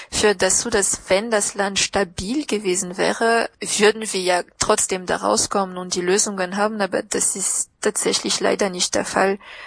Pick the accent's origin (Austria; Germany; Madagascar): Madagascar; southeast; Ich komme, wie gesagt, aus dem Südosten und das ist die Nachbarregion von der Region Anjoui, heißt es.